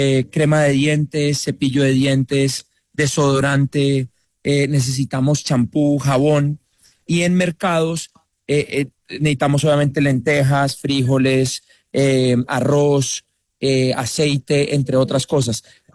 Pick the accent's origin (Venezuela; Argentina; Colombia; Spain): Colombia; Miren, cuando nos unimos como colombianos, sin banderas políticas, sin nada, lo que logramos no tiene palabras.